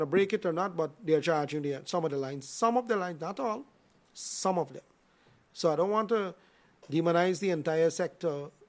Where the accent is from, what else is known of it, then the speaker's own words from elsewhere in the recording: Vreed-en-Hoop, Essequibo Islands-West Demerara, Guyana; I born and raised in Ridenhope.